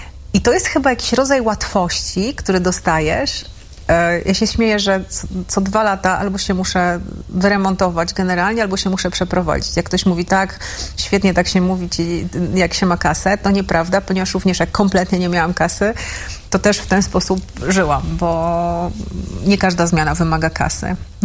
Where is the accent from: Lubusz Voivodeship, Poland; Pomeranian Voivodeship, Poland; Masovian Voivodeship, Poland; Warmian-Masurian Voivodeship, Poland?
Masovian Voivodeship, Poland; Milanówek; byłam tą z Milanówka.